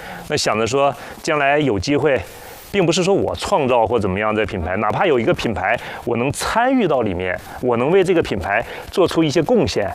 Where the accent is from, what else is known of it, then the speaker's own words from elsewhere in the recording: Benxi, Liaoning, China; moved away as an adult; also born or lived in Australia; 我从小就在这个山里头